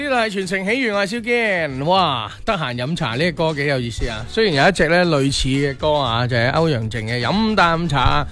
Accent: Guangdong, China

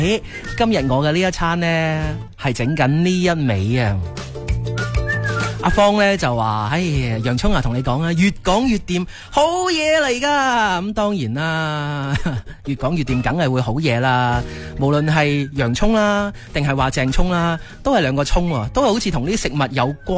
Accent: Guangdong, China; 我哋广东人

